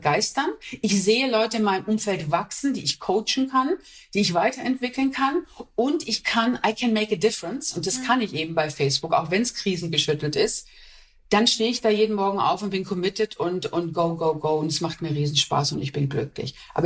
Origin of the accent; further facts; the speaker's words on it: Essen, North Rhine-Westphalia, Germany; born there; Und ich bin in Essen geboren, ich komme aus dem Ruhrpott.